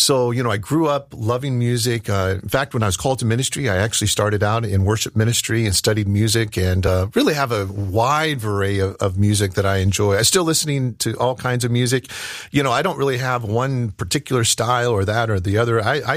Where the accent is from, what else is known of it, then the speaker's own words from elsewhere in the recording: Ohio, United States; Well, I grew up in Southwest Ohio. My family moved there in 1971, and we joined a wonderful church there, Crestview Baptist Church, and I grew up there.